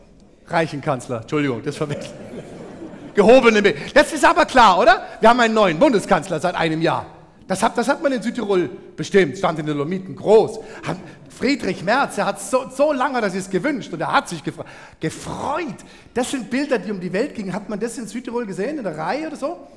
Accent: Munich, Bavaria, Germany; now in Freiburg, Germany; ich komme aus München, ich lebe in Freiburg und meine Mutter kommt aus Meran.

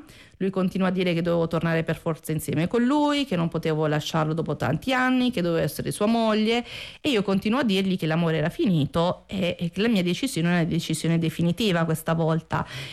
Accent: Apulia, Italy; moved away as an adult; now in Rome, Italy; ho 48 anni, provengo da un piccolo paesino in provincia di Foggia e vivo però a Roma ormai da più di 20 anni.

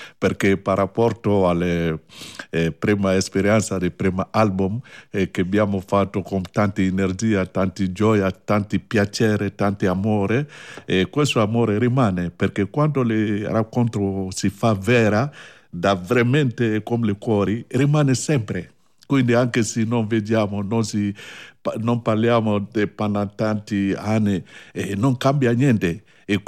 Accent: Mali; born there; Italian is a second language; Io è vero che sono nato a Mali da una famiglia griot, io sono griot e vivo con mia cultura e mia tradizione.

